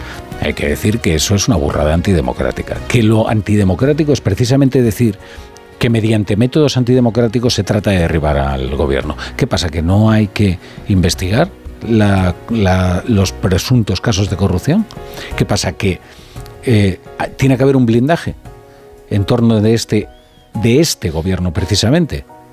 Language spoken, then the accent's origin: Spanish; Córdoba, Andalusia, Spain; Soy de Córdoba con suerte, ¿verdad? … que ahí todo el mundo se llama Rafael.